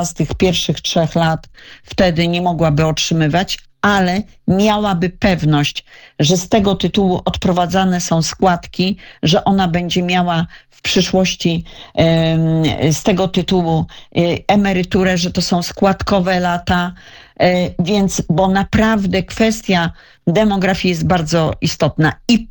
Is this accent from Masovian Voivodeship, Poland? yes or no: yes; Radom, Masovian Voivodeship, Poland; Ja tutaj pochodzę z Radomia, mam tu wspaniałych kolegów